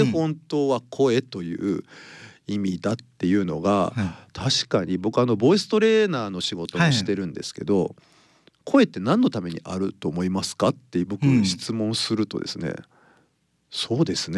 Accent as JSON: {"language": "Japanese", "town": "Uchinada", "region": "Ishikawa", "country": "Japan", "tie": "born or raised there", "said": "内灘町出身です。"}